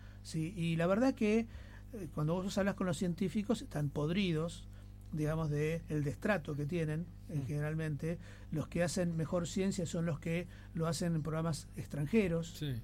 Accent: Argentina; nosotros como argentinos

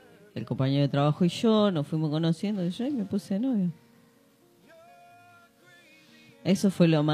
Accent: Necochea, Buenos Aires Province, Argentina; now in Tandil, Argentina; Somos de Necochea. Mi hermana está en Necochea, mi mamá en Lobería y yo en Tandil.

